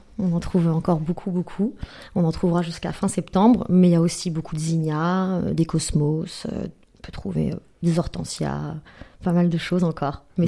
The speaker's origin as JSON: {"language": "French", "town": "Caen", "region": "Normandy", "country": "France", "tie": "born there", "said": "je suis née à Caen."}